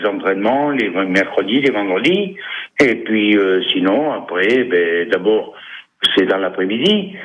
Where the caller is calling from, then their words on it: Nouvelle-Aquitaine, France; Dans Bazac.